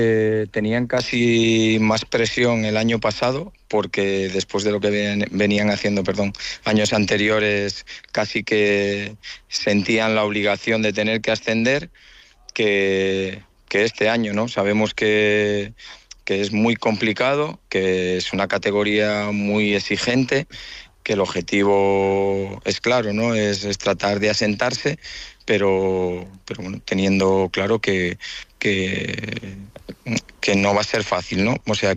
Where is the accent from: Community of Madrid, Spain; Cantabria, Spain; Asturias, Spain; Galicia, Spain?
Cantabria, Spain; Santander